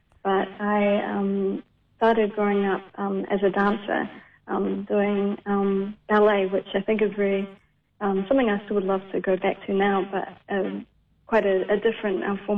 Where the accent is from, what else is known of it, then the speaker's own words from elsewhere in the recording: New Zealand; as I reflect on my own experiences of being a Pacific Islander growing up in Aotearoa